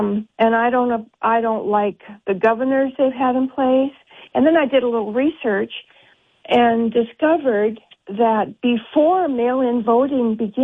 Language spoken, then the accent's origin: English; Oregon, United States; It's a great privilege, because I come from Oregon, where there's mail-in voting only.